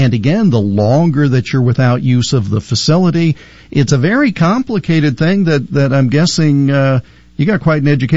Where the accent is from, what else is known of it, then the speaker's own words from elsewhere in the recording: Toledo, Ohio, United States; In my hometown of Toledo, they did a wonderful restoration